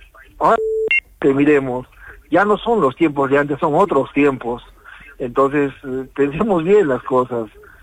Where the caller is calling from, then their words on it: Peru; Los peruanos no somos como los venezolanos